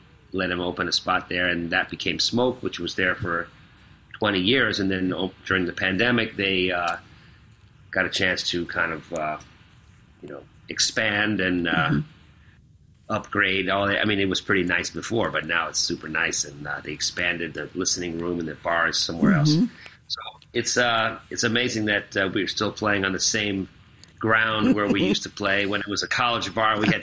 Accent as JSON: {"language": "English", "town": "New York City", "region": "New York", "country": "United States", "said": "He's from the Boston area, and I'm from New York City"}